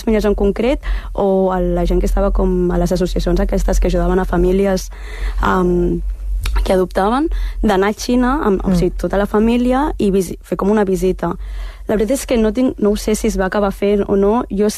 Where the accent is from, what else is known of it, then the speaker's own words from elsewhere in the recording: Tarragona, Catalonia, Spain; A més, som de Tarragona, havíem d'anar a Reus